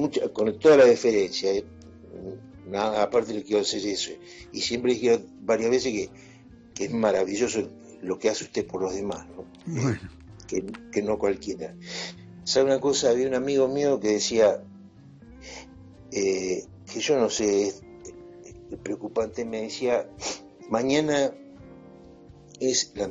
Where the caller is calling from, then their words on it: Mar del Plata, Buenos Aires Province, Argentina; yo vivo en Bolívar y Santiago del Estero